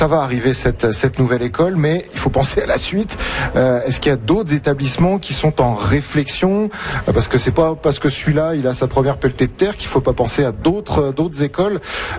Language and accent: French; France; moved away as an adult; now in Canada; Moi, je suis français